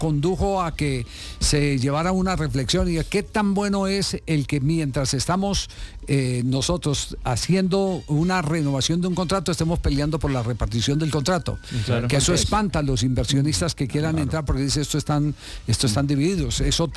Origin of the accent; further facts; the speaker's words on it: Manizales, Caldas, Colombia; el equipo de mi tierra, el Once Caldas de la ciudad de Manizales.